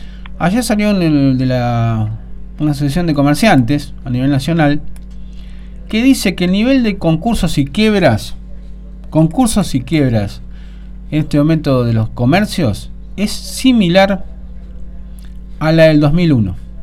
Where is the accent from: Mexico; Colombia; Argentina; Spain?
Argentina